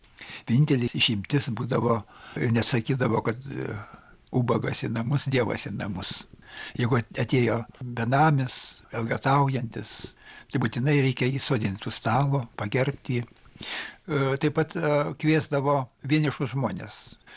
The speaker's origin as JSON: {"language": "Lithuanian", "region": "Samogitia", "country": "Lithuania"}